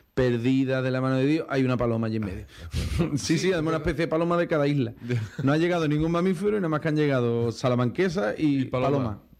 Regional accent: Cádiz, Andalusia, Spain; he visto cosas en pleno Cádiz, como soy de Cádiz, en pleno Cádiz

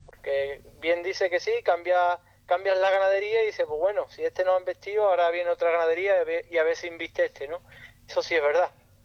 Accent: Andalusia, Spain; la provincia de Cádiz, porque es una provincia muy bonita, es mi tierra

